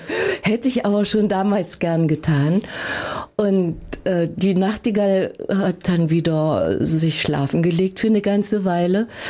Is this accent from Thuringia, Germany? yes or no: yes; Heiligenstadt, Thuringia, Germany; born there; now in Lengenfeld, Germany; Ich bin in Heiligenstadt geboren, also nicht weit von hier, und vor etwa 30 Jahren nach Lengenfeld gezogen